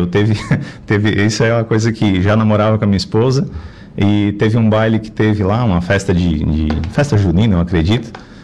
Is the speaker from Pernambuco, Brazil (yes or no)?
no; Araranguá, Santa Catarina, Brazil; eu sou natural de Araranguá, conforme tu falou. Cresci uma boa parte da minha infância no bairro Lagoão, depois nos mudamos para o bairro Nova Divinéia, então onde morei até sair para minha vida de casado, né? Saí um pouquinho antes, mas a minha família ainda mora lá